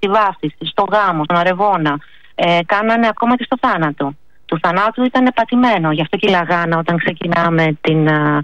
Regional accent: Kalyvia, Attica, Greece; Επειδή είμαι από τα Καλύβια, έχουμε βαστίξει χαμηλό τελεστή δόμησης και αυτό είναι πολύ καλό για τα Καλύβια.

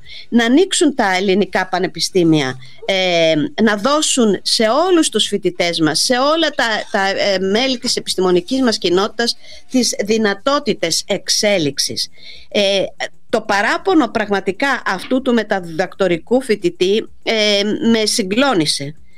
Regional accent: Greece; προσωπικά ως Ελληνίδα και ως μέλος αυτής της κοινωνίας

